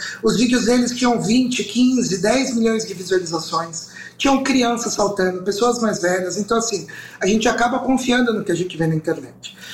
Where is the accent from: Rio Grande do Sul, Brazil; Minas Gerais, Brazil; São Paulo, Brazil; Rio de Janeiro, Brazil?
São Paulo, Brazil; Eu sou do litoral, aqui da Baixada.